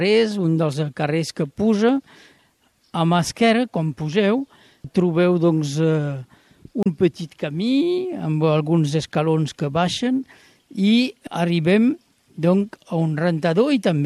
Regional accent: Occitania, France; jo que soc del Conflent

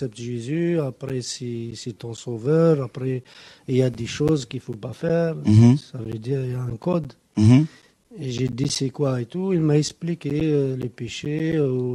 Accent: Algeria; Et je suis algérien.

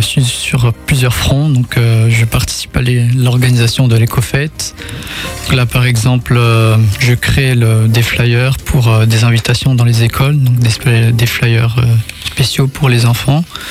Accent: Madagascar; moved away as an adult; now in Perchède, France; Donc, je suis originaire de Madagascar. Donc, je suis arrivé en France l'année dernière, donc il y a un an précisément.

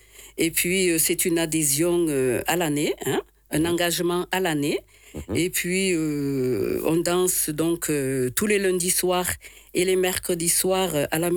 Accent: Marseille, Provence-Alpes-Côte d'Azur, France; moved away as an adult; also born or lived in Dakar, Senegal; now in Nîmes, France; Dakar, c'est la capitale du Sénégal. Donc j'y suis née, bon, j'ai grandi à Marseille et je suis arrivée à Nîmes en 2010.

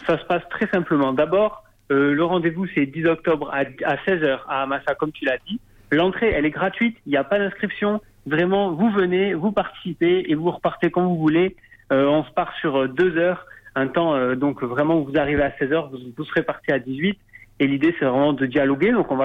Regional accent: Argelès valley, Occitanie, France; moved away as an adult; also born or lived in Paris; Moi, je dois tout à la vallée d'Argelès, j'ai grandi, j'ai fait mon collège, mon lycée, mon école primaire. Maintenant, j'ai de la famille à Lourdes. Je suis venu à Paris pour les études.

